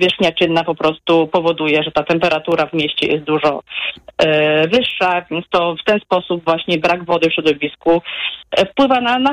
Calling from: Warsaw, Masovian Voivodeship, Poland; ja jestem z Warszawy

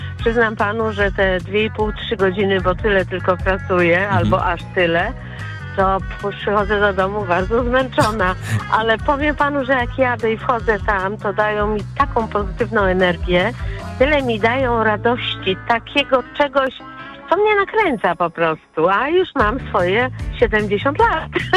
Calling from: Masovian Voivodeship, Poland; bo ja mieszkam pod Warszawą, niedaleko.

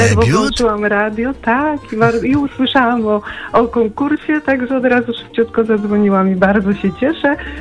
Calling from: Warsaw, Masovian Voivodeship, Poland; Z Warszawy.

